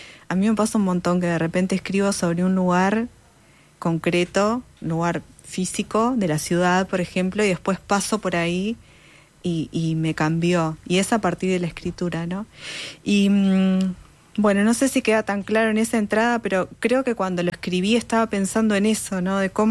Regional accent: Montevideo, Uruguay; En Montevideo. ¿En qué parte? En La Teja.

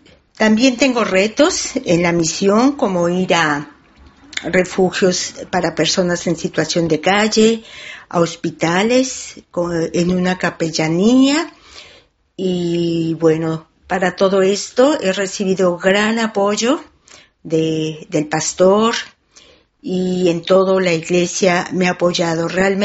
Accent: Mexico; moved away as an adult; now in Uruguay; de México y vengo como misionera a Uruguay.

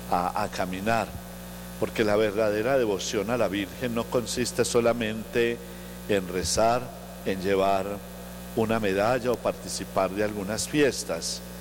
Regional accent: Colombia; Hoy como colombianos necesitamos también escuchar este mensaje.

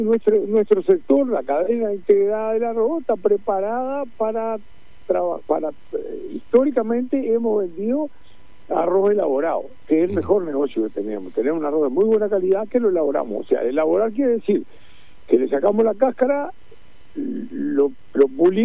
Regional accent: Cerro Largo, Uruguay; yo soy productor de Cerro Largo, del departamento de Melo, de la zona de la sexta sección de Cerro Largo.

